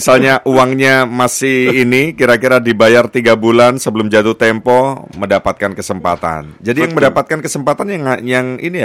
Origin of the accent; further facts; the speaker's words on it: Jombang, East Java, Indonesia; saya orang Jombang